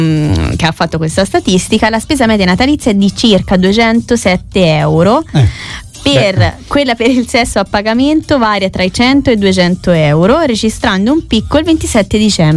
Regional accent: Cesena, Emilia-Romagna, Italy

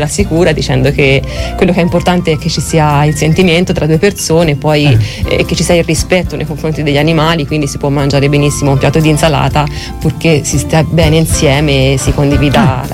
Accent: Montepulciano, Tuscany, Italy; Vengo da originaria a Montepulciano, abito nell'Aretino da diversi anni ormai.

